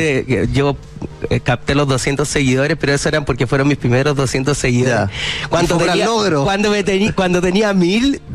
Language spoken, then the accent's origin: Spanish; Curicó, Maule, Chile; Soy de Curicó.